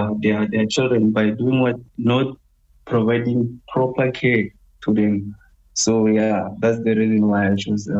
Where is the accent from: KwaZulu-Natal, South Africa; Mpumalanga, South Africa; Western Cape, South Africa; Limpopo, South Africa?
Limpopo, South Africa; moved away; I'm 29 years old. Grew up in Limpopo province.